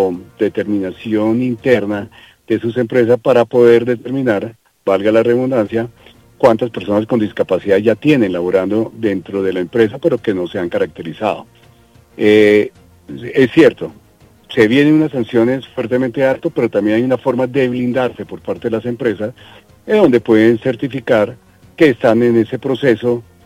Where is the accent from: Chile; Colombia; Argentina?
Colombia; Cartagena, Bolívar; moved away; Yo soy cartagenero